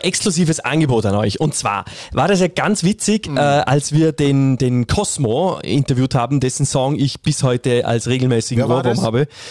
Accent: Vorarlberg, Austria; Wir sind Vorarlberger, wir sind ja keine Wiener

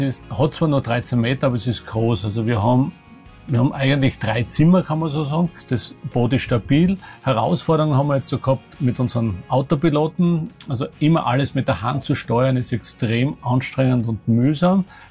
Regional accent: Austria; als Österreicher fehlt uns die italienische Sprache.

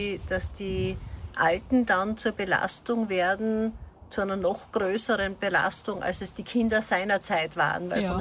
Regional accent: Leibnitz, Styria, Austria; also born or lived in Graz; also ich bin zwar in Graz geboren, aber ich bin ewig Leibnizerin, Kaindorferin.

